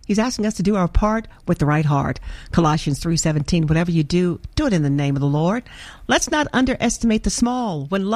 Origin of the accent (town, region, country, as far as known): Arkansas, United States; born or raised there